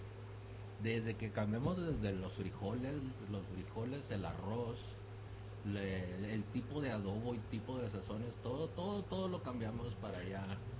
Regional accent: Sonora, Mexico; Nosotros somos de la Sierra Alta de Sonora, del río Sonora.

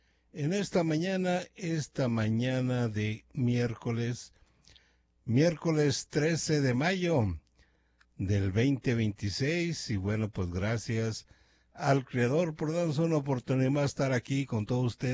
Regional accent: Zacatecas, Mexico; Aquí su amigo y servidor

